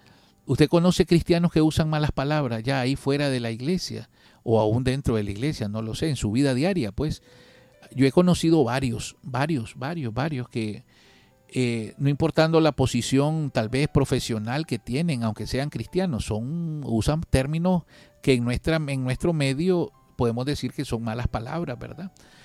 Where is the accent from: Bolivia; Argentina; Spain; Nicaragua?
Nicaragua; Nosotros como nicaragüenses nos gusta mucho la palabra, hablamos. En la mayoría de los casos los nicaragüenses somos muy bullangueros y bulliciosos.